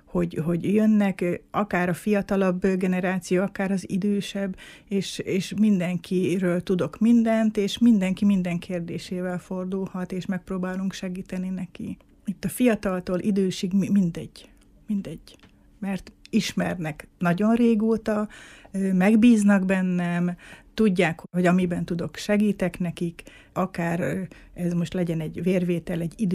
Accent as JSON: {"language": "Hungarian", "town": "Miskolc", "region": "Borsod-Abaúj-Zemplén", "country": "Hungary", "tie": "born or raised there", "said": "én ott nőttem fel a Diósgyőrben papírgyárnál"}